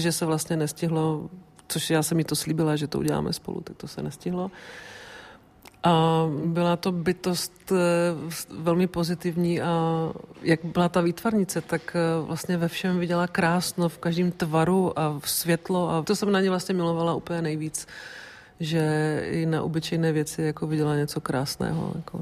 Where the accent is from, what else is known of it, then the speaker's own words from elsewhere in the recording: Třinec, Moravian-Silesian Region, Czechia; kdybychom vyrůstali někde jinde a měli tu maminku z Polska, tak by to asi bylo takový, jako že by člověk někoho vnímal ten rozdíl, ale na tom Pomezí, tam je to ještě takový specifický, že jsem z Třinc